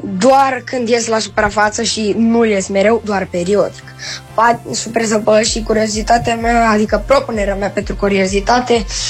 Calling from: Bucharest, Romania; din București și am 10 ani

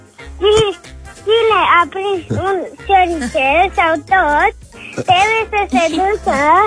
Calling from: Bucharest, Romania; Am 7 ani, sunt din România, adică scuze, din București. În România stau.

